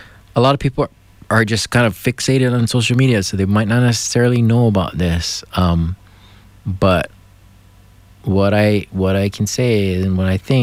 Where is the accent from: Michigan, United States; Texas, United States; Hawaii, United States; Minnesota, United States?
Hawaii, United States; Of course, I am Hawaiian, so it would be stupid for me to say that.